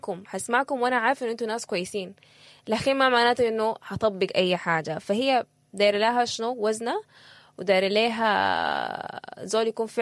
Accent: Sudan; دي حاجة كمان بحس إحنا بنتميز بها كسودانيين

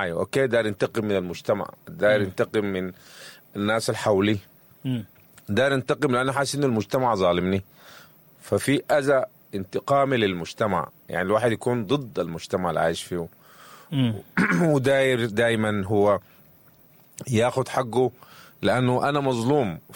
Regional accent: Sudan; كلنا يا جماعة في الأيام دي كسودانيين

